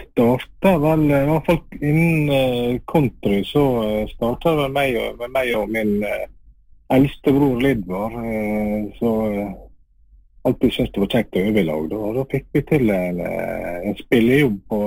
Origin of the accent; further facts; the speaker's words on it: Valderøya, Møre og Romsdal, Norway; now in Langevågen, Norway; Jeg er sunnmøring. Fett og oppvost på Valderøya. Han bor i Langevågen, rett utenfor Ålesund nå.